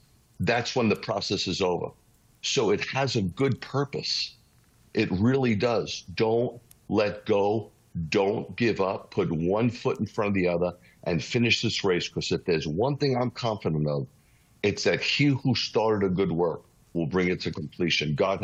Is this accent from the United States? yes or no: yes; New York, United States; But yes, I'm a New Yorker. I shoot from the hip.